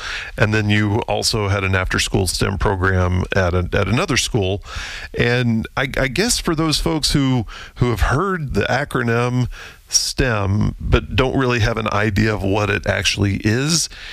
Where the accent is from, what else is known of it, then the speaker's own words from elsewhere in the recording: Oklahoma, United States; I grew up in Oklahoma.